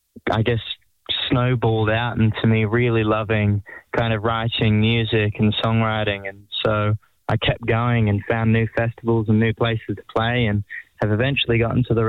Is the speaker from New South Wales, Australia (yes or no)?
yes; Sydney, New South Wales, Australia; born there; Yeah, well, I was born in Sydney